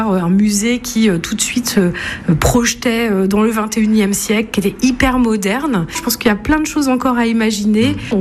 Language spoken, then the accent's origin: French; Lille, Hauts-de-France, France; Mais non, mais j'ai passé presque 18 ans à Lille.